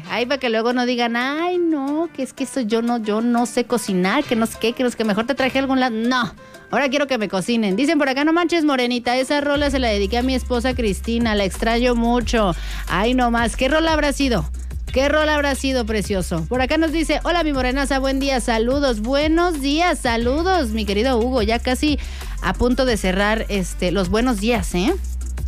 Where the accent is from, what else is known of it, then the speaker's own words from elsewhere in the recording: San Juan del Río, Mexico; porque tengo la piel canela. Y soy de San Juan del Río, cariño. Soy de San Juan del Río. De por allá vengo, plebe. De por allá. Orgullosamente sanjuanense.